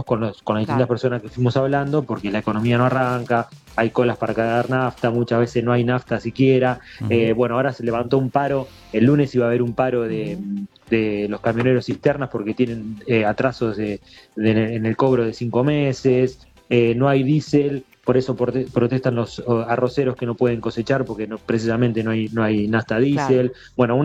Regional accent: Argentina

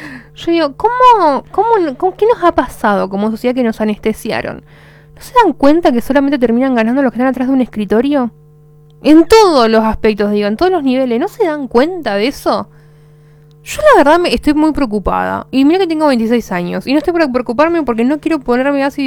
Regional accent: Argentina

